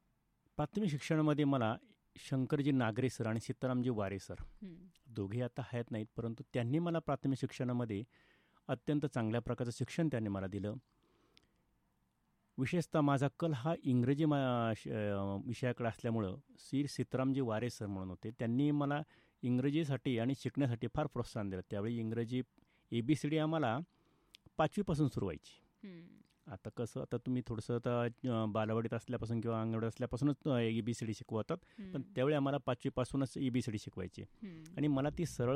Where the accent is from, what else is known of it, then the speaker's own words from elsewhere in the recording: Rahuri, Maharashtra, India; हो, राहुरीमध्येच गेलं माझं बालपण. जन्मही माझा राहुरीचाच आहे आणि बालपणही माझं राहुरीमध्येच गेलं. राहुरीच्या जवळच एक येवले आखाडा म्हणून एक छोटंसं गाव आहे, ते राहुर नगरपालिकेच्या हद्दीमध्येच समाविष्ट आहे आणि त्या ठिकाणी माझं बालपण गेलंय.